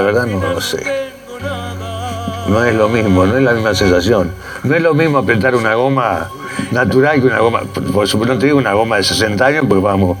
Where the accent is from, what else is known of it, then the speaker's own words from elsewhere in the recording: Argentina; como somos los argentinos.